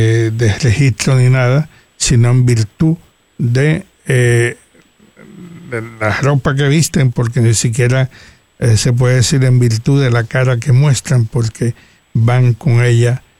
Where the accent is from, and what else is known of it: Puerto Rico